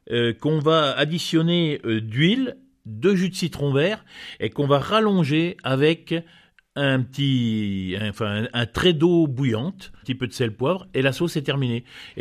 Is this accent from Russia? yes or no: no; France